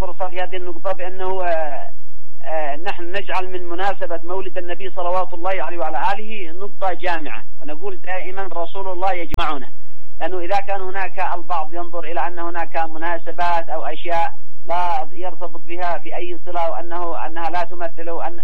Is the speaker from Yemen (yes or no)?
yes; Yemen; نحن كشعب يمني